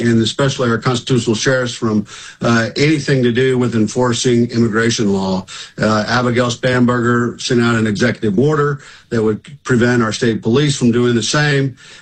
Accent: Texas, United States; now in Virginia, United States; You know, Sam Houston was a Virginian, became a Texan. I'm a Texan who became a Virginian.

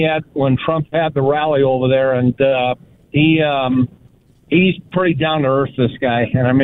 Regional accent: Los Angeles, California, United States; When I was growing up in the Los Angeles area, my father was a school, he taught at Pasadena City College.

